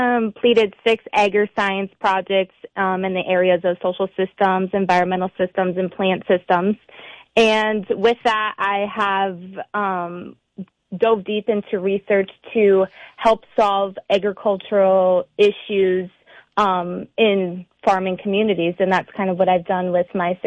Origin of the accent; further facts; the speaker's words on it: Salem, United States; I got to bring a live engulfment simulation to my hometown in Salem.